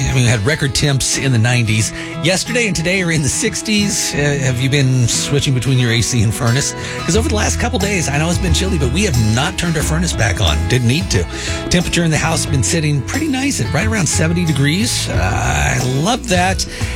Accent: Kansas, United States; Yeah, I'm blonde from Kansas, but I wasn't born yesterday.

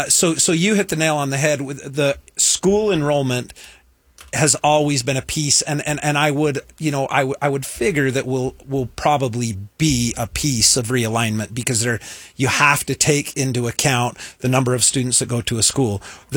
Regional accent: Cedar City, Utah, United States; I'm a SUU graduate. I grew up in Cedar City, Utah.

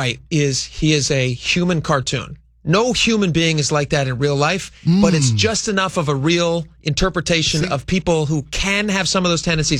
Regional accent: Ireland; But we love the Irish. I'm Irish, so I can laugh at it.

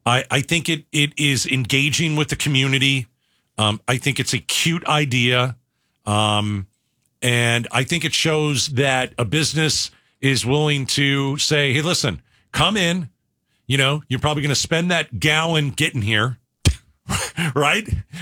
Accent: New York, United States; I'm from New York.

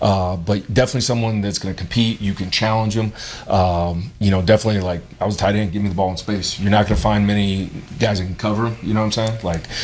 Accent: Phoenix, Arizona, United States; born or raised there; also born or lived in Flagstaff / New Jersey

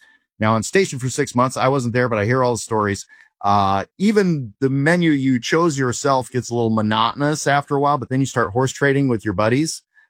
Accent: Eugene, Oregon, United States; moved away; also born or lived in Seattle / Southern California; my hometown of Eugene, my sort of second home, Seattle. I was educated in Southern California

